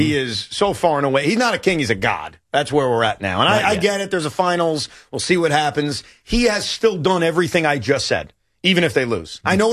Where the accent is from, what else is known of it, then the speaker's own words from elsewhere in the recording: New York, United States; I'm a New Yorker.